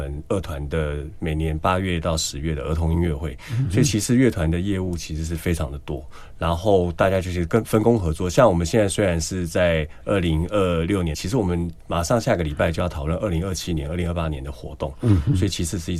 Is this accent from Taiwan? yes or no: yes; Kaohsiung, Taiwan; 我是南部人，我从高雄来台北看了2场